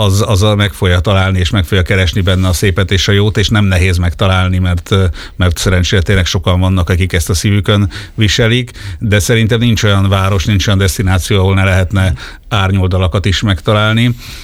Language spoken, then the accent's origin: Hungarian; Sopron, Győr-Moson-Sopron, Hungary; Egy pilot projektet tavaly a Sopronban, én Soproni vagyok, elindítottunk Best of Sopron néven